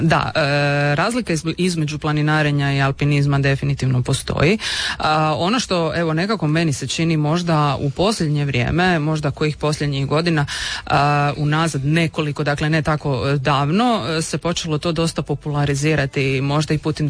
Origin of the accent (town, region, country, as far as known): Croatia